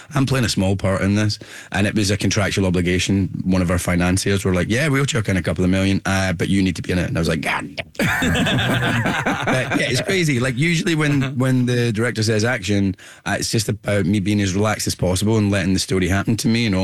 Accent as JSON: {"language": "English", "region": "Scotland", "country": "United Kingdom", "accent": "Scottish"}